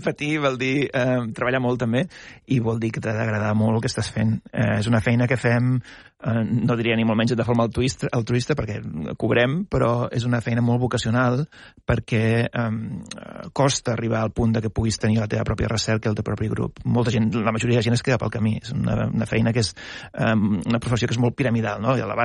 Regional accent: Catalonia, Spain; Sí, els dos som catalans, la meva dona també és catalana.

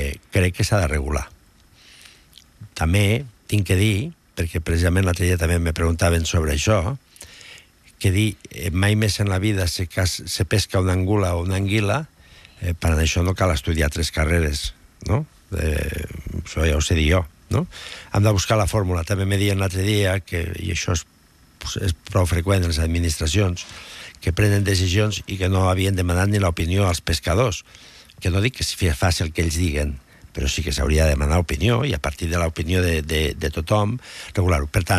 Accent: Catalonia, Spain; som Terres de l'Ebre, que som quatre comarques, Montsià, Baix Ebre, Ribera d'Ebre i Terra Alta

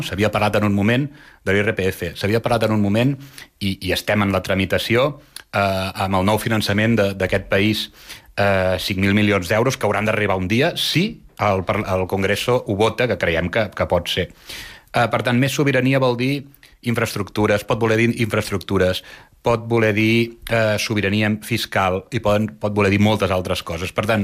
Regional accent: Mollet del Vallès, Catalonia, Spain; de Mollet a Sabadell, jo sóc de Mollet

